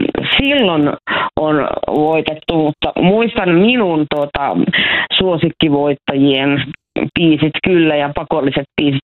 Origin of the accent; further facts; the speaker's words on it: Oulu, North Ostrobothnia, Finland; moved away as an adult; now in Berlin, Germany; nyt on Oulussa kotikaupungissani ilmakitaran 30-vuotiaat